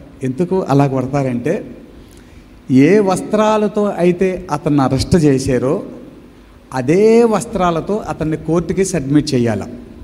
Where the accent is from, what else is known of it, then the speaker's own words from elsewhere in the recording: Santaravuru, Andhra Pradesh, India; మాది ప్రకాశం జిల్లా, మా చిన్న పల్లెటూరు సంతరావూరు అనే గ్రామం. ఆ గ్రామంలో నేను 10వ తరగతి దాకా చదువుకున్నాను.